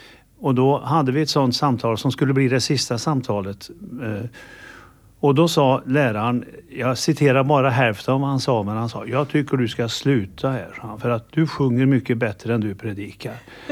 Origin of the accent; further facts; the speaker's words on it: Arvika, Värmland, Sweden; moved away as an adult; Ja, jag kommer från Arvika. Där var jag i nästan 20 år. Sen kom jag till Stockholm egentligen för att läsa teologi på Missionsförbundets teologiska seminarium på Lidingö.